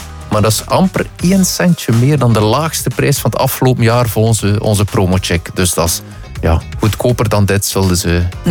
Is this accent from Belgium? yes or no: yes; Flanders, Belgium; Ik ben een West-Vlaming